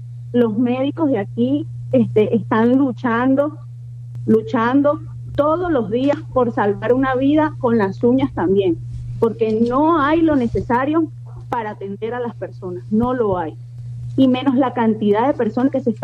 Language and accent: Spanish; Venezuela; Como venezolanos necesitamos mucha ayuda